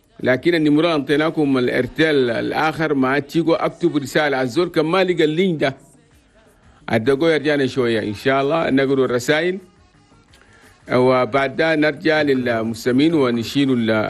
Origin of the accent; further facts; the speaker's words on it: Chad; العالم وخاصه 23 ولايه بلدنا تشاد